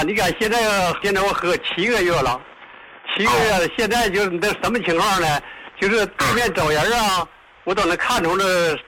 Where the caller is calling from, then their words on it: Dalian, Liaoning, China; 我是大连的，